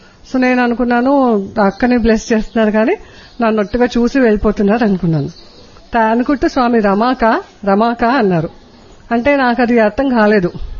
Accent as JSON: {"language": "Telugu", "town": "Hyderabad", "region": "Telangana", "country": "India", "said": "నేను హైదరాబాద్ నుండి వచ్చాను. నేను 1995-1998 ఇక్కడ చదివాను."}